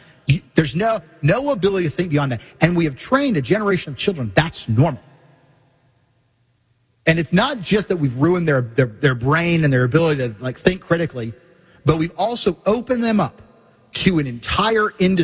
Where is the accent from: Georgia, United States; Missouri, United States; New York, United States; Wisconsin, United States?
Missouri, United States; I'm from Missouri.